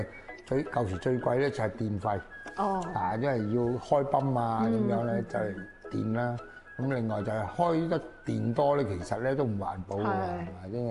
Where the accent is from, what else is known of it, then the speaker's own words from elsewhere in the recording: Foshan, Guangdong, China; 不過他們都很開明的，尤其是我們佛山人都是很順很直的，一說就明白